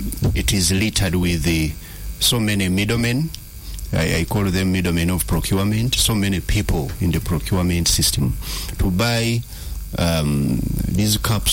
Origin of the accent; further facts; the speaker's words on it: Central Region, Uganda; I grew up in Butambala. I go back to Butambala and I see the change.